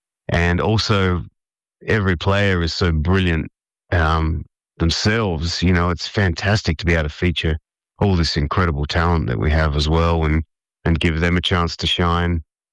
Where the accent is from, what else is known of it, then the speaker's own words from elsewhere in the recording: Adelaide, South Australia, Australia; Then my hometown, Adelaide, at the Gov, Governor Hindmarsh, on the 28th of November.